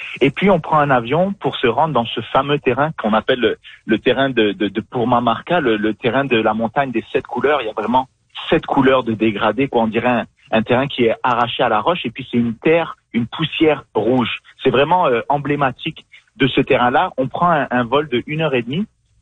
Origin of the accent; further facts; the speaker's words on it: Niger; born there; Moi, je suis né au Niger, en Afrique de l'Ouest.